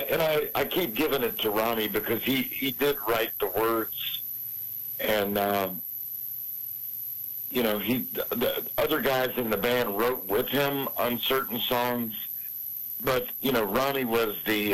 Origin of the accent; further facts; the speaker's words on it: Louisville, Kentucky, United States; born there; You know, I was born in Kentucky.